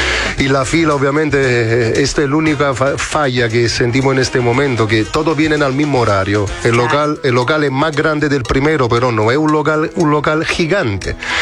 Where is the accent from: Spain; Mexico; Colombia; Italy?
Italy; Naples, Campania; now in Chile; vengo de Nápoles y ahí somos un poco trogloditas respecto a la tecnología. Aprendí en Chile la importancia de la red social.